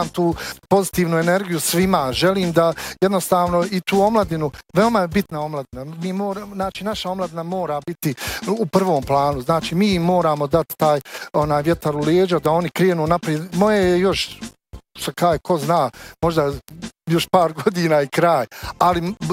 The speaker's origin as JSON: {"language": "Bosnian", "country": "Bosnia & Herzegovina", "said": "da mi kao Bosanci i Hercegovci imamo naše pjesme"}